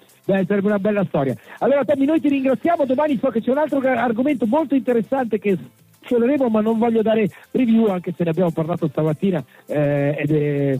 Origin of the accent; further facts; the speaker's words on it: Bologna, Emilia-Romagna, Italy; Io da bolognese il piatto della tradizione è il tortellino